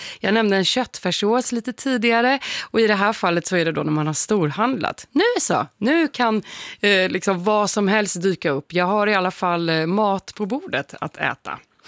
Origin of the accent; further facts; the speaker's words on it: Stockholm, Stockholm County, Sweden; now in Kalmar, Sweden; Jag är ju stockholmare men bor i Kalmar.